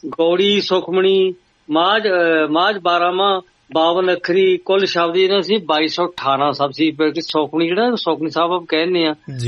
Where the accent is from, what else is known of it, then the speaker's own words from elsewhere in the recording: Punjab, India; ਗੰਨਾ ਪਿੰਡ ਵੀ ਵਿੱਚ ਉਹਦਾ, ਮੀਆਂ ਵਾਲੇ ਵੀ ਵਿੱਚ ਉਹਦਾ, ਮੇਰਾ ਇਲਾਕਾ ਉਹੀ ਆ, ਉੱਥੇ ਮੇਲਾ ਹੁੰਦਾ ਮੌ ਸਾਹਿਬ